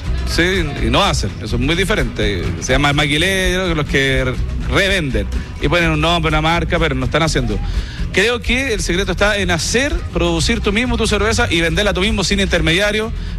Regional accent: San Esteban, Valparaíso, Chile; Nosotros somos de Campo de Humá, sector bajo de la comuna San Esteban. De ahí es mi familia, gente de trabajo, de la tierra, ¿no?

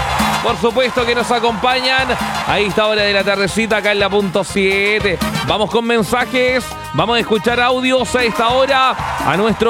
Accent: Valdivia, Los Ríos, Chile; yo soy de Valdivia, chiquillos, y hoy día me vine a trabajar acá a la casa.

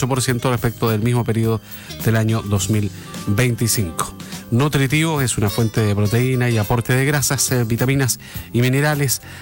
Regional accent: Chile

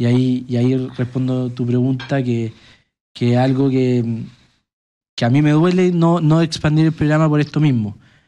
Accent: Colbún, Maule, Chile

